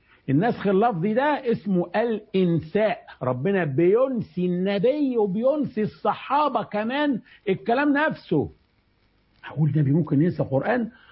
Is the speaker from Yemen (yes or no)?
no; Egypt; ما انا مصري وبقرا بورش اللي هي منتشره في المغرب مش في مصر